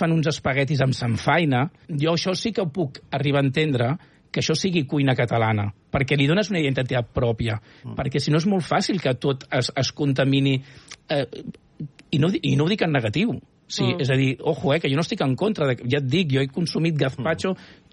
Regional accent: Catalonia, Spain; born there; Jo sóc del Baix Llobregat.

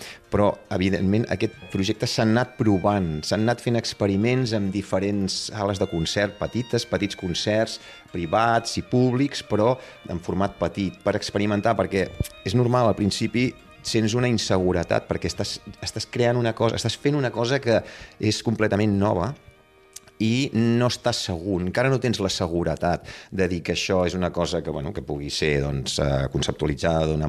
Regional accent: Catalonia, Spain; Nosaltres som catalans i ens estimem la nostra terra

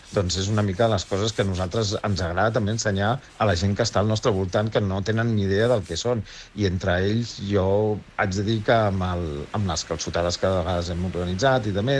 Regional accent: Barcelona, Catalonia, Spain; i jo soc de Gràcia, i haig de dir que Gràcia, això, jo ho tenia més, anava saludant els veïns, coneixies a la gent

